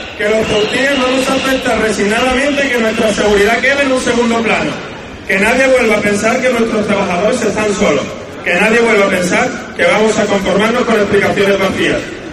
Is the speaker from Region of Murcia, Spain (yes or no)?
no; Ceuta, Spain; Ceuta es España, los ceutíes somos españoles, ni más ni menos